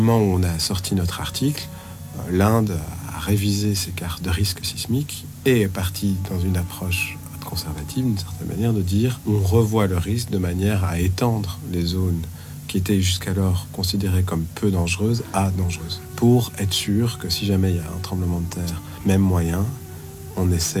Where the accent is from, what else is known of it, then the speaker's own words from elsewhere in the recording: Belgium; pas si loin de chez nous, en Belgique